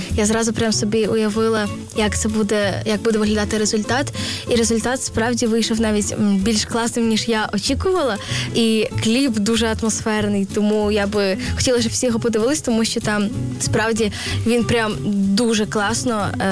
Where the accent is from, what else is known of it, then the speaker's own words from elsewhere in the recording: Lviv, Lviv Oblast, Ukraine; Я родом зі Львова.